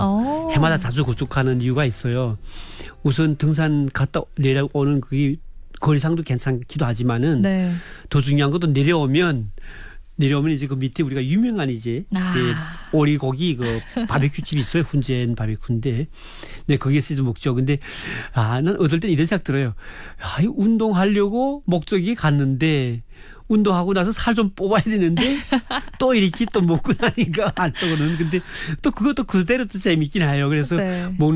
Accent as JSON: {"language": "Korean", "country": "North Korea", "lives_now": "South Korea", "said": "아마 우리 탈북민들이 그때 가면 북한에 음식점 식당들은 거의 다 독점할 거예요."}